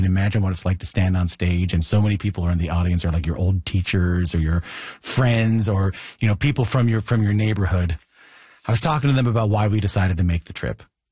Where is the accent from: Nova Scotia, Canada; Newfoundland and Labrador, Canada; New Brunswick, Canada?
Newfoundland and Labrador, Canada; that I am from Newfoundland and Labrador. I'm obviously very proud of it